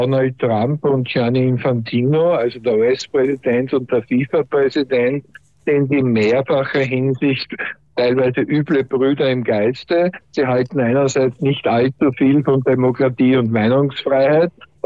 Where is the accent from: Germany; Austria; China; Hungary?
Austria; für mich als Österreicher